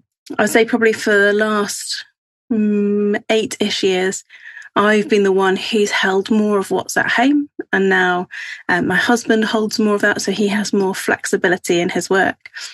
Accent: New Zealand; moved away; so I grew up in New Zealand where everyone had a bit of a can-do attitude. And when we came to England, I found lots of people who were like, just a little bit more passive.

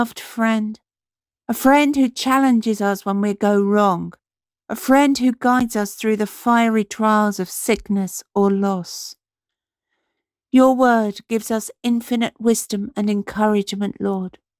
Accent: East of England, United Kingdom; I'm from Cambridgeshire.

